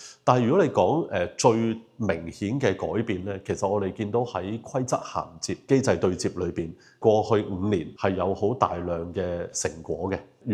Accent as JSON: {"language": "Cantonese", "country": "Hong Kong", "moved": "as an adult", "lives_now": "Qianhai, Shenzhen, China", "said": "包括我自己作為香港人現在在前海管理局工作參與治理"}